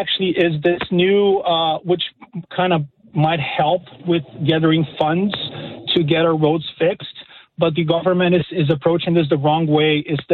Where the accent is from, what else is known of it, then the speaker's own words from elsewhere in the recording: Brazil; now in Nova Scotia, Canada; Well, I'm from Brazil originally